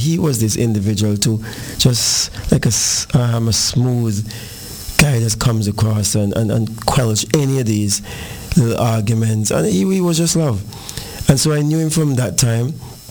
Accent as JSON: {"language": "English", "town": "English Harbour", "region": "Saint Paul", "country": "Antigua & Barbuda", "said": "we're from the English Harbour area"}